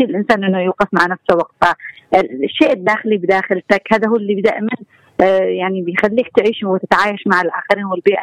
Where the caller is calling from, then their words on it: Yemen; نحن كمجتمع يمني